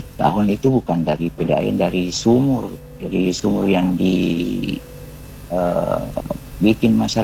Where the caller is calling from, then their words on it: South Sulawesi, Indonesia; Di Desa Langisan, Kecamatan Diwilau, Kabupaten Sopeng